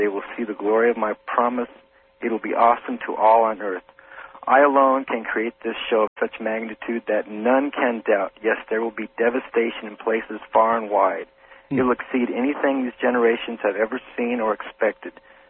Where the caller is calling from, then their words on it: Phoenix, Arizona, United States; Phoenix, Arizona.